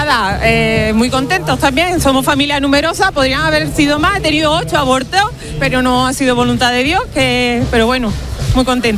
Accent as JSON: {"language": "Spanish", "town": "Los Palacios", "region": "Andalusia", "country": "Spain", "said": "Yo soy de Los Palacios, un pueblo de Sevilla. Los Palacios muy conocidos porque tenemos 3 futbolistas que han estado en la selección."}